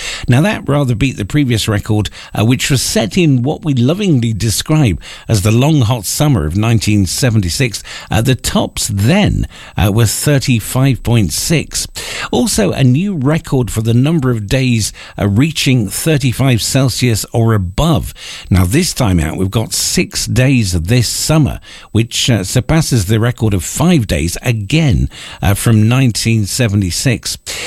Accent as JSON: {"language": "English", "country": "United Kingdom", "said": "being British"}